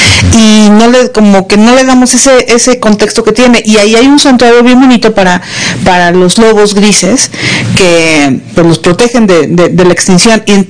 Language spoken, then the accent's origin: Spanish; Mexico; Yo soy mexicana, vivo aquí